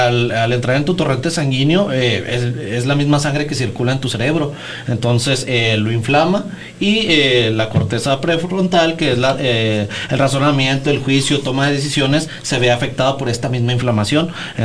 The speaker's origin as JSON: {"language": "Spanish", "country": "Mexico", "said": "como mexicanos estamos no tan acostumbrados a expresar nuestros sentimientos"}